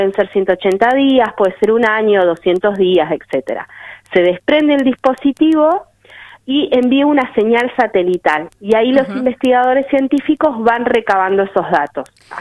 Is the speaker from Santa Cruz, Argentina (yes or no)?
yes; Puerto San Julián, Santa Cruz, Argentina; yo soy de San Julián, me acuerdo que cuando yo era chica, hoy tengo 38 años, pero cuando yo era chica, hasta mis 19 años, se hacía la pesca del cazón.